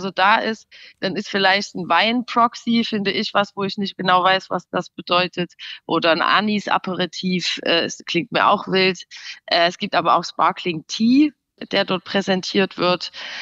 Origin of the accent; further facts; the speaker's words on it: Saxony, Germany; Also ich komme aus dem Erzgebirge, da sagt man Glück auf.